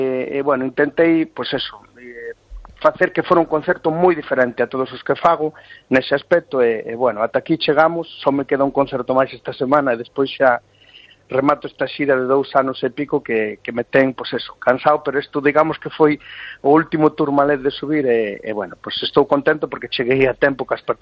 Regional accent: Galicia, Spain; temos que, como galegos, pois unirnos, porque creo que así irános mellor a todos.

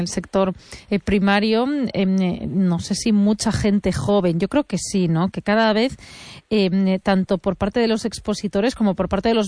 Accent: Galicia, Spain

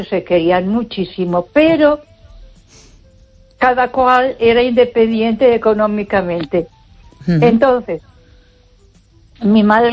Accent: Barcelona, Catalonia, Spain; Yo te voy a decir que me crié en Barcelona, uh-huh, y quizás las costumbres eran un poco más adelantadas.

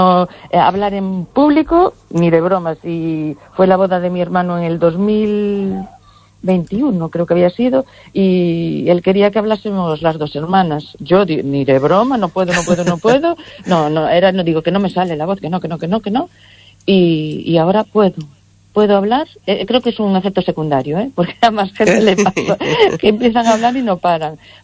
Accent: Cortegada, Galicia, Spain; En Cortegada queremos hacer algo, en mi pueblo, y estamos así, pensando cositas

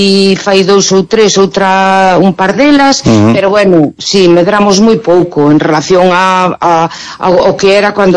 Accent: Cartelle, Galicia, Spain; no meu pobo, que eu son de Cartelle.

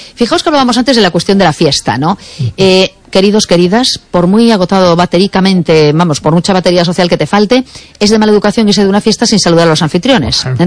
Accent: A Coruña, Galicia, Spain; now in Vigo, Spain; Y yo soy coruñesa, pero claro, como no lo saben

